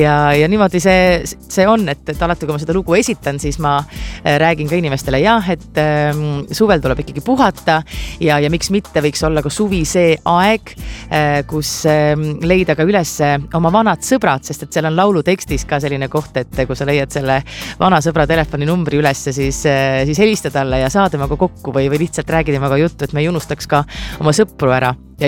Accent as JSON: {"language": "Estonian", "town": "Kohila", "region": "Rapla County", "country": "Estonia", "tie": "born or raised there", "said": "minu kodukandis Kohilas"}